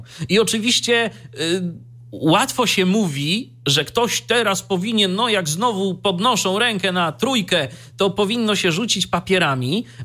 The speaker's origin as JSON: {"language": "Polish", "town": "Iława", "region": "Warmian-Masurian Voivodeship", "country": "Poland", "said": "to taki lokalny mój iławski akcent."}